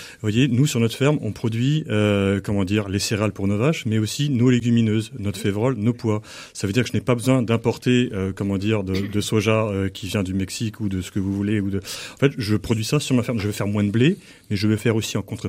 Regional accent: France; chez nous en France

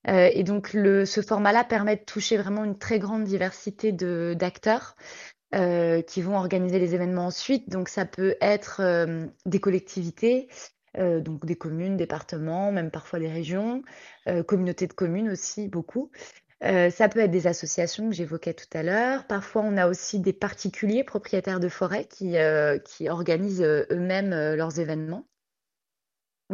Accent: Bourgogne-Franche-Comté, France; moi, j'ai grandi en Franche-Comté, donc dans une région très forestière. Donc, c'est vrai que les arbres font partie de mes paysages, on va dire, d'enfance. Après, bon, j'étais quand même urbaine hein, déjà à l'époque

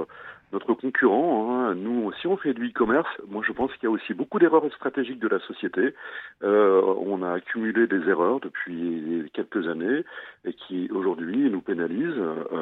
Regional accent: Lille, Hauts-de-France, France; Moi, je vois en tant que Lillois

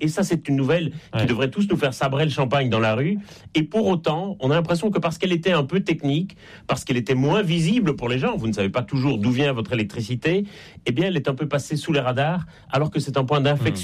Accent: Belgium; now in Paris, France

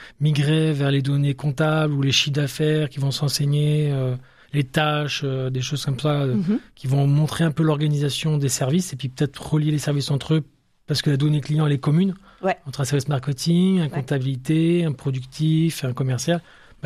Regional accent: Aix-en-Provence, Provence-Alpes-Côte d'Azur, France; born or raised there; also born or lived in Lille; now in Niort, France

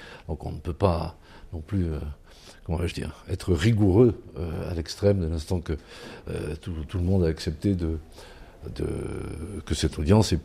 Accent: Rodez, Occitanie, France; moved away; je suis originaire d'encore plus près, de Rodez.

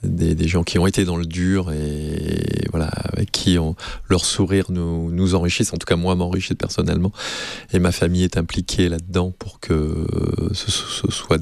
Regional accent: Nice, Provence-Alpes-Côte d'Azur, France; moved away as an adult; also born or lived in Lorient; en tant que petit niçois

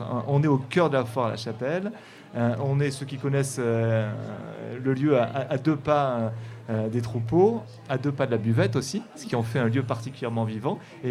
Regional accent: Dévoluy, Provence-Alpes-Côte d'Azur, France; born there; moved away; je suis de l'autre côté des montagnes de Faro, je suis originaire du Dévoluy.

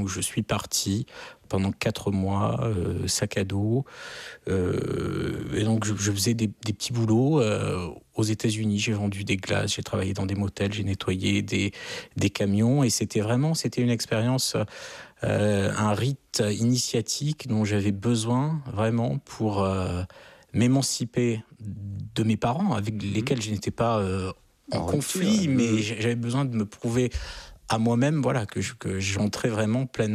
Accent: France; Je suis français, je vis en France.

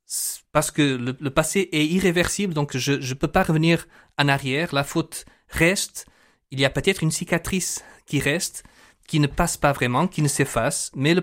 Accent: Portugal; Moi, je suis portugais

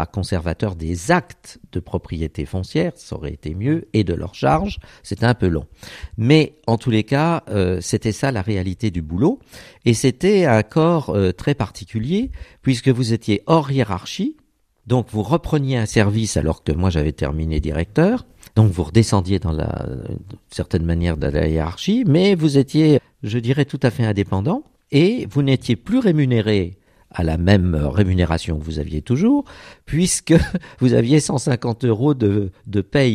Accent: Grand Est, France; quand on est alsacien mosellan.

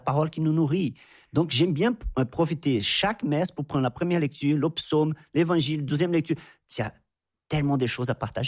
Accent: Anápolis, Goiás, Brazil; French is a second language; also born or lived in São Paulo; j'ai retourné chez moi à Goiás, à Napolis, j'ai commencé à prier.

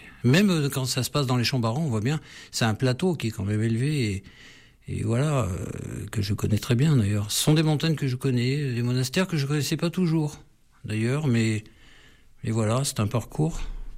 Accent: Grenoble, Auvergne-Rhône-Alpes, France; Oui, parce que d'abord moi je suis de Grenoble

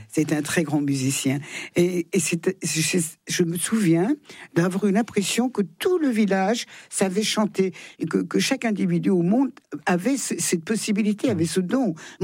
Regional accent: Thonon-les-Bains, Auvergne-Rhône-Alpes, France; born there; Je suis née à Thonon.

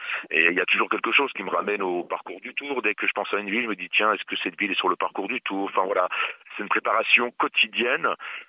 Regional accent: Pontarlier, Bourgogne-Franche-Comté, France; c'est là où je faisais mes intensités quand j'étais jeune coureur au VC Pontarlier, donc ça me parle, hein. C'est le Larmont, c'est la colline où je vais me balader chaque fois que je reviens à Pontarlier

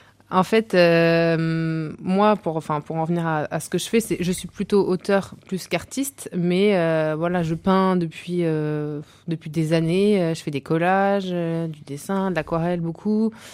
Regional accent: Niort, Nouvelle-Aquitaine, France; Je suis née à Niort. Je suis vendéenne de cœur.

